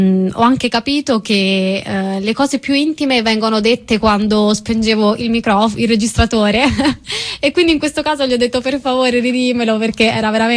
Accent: Calabria, Italy; born there; now in Prato, Italy

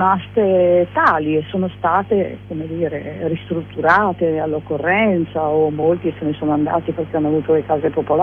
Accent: Liguria, Italy; io sono della Liguria, del Ponente Ligure

